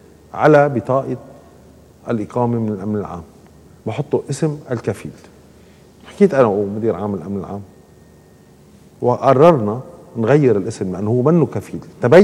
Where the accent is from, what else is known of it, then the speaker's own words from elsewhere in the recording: Lebanon; نحن كمواطنين لبنانيين